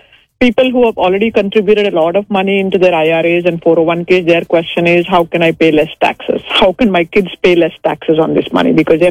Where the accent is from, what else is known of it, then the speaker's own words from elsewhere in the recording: Atlanta, Georgia, United States; Actually, I'm in Orlando, Florida. I'm from Atlanta, Georgia, but this event is happening in Orlando.